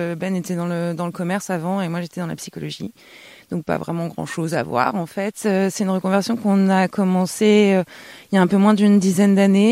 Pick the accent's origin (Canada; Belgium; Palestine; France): France; Centre-Val de Loire; moi, je suis du Cher et Benjamin est de l'Indre-et-Loire.